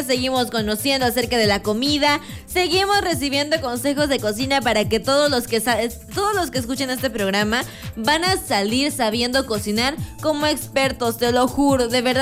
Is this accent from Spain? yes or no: no; Mexico; A nosotros nos encanta el picante como mexicanos.